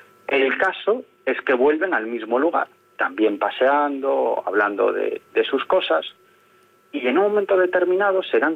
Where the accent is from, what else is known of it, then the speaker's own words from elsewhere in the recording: Galicia, Spain; en este caso en Galicia, que es mi tierra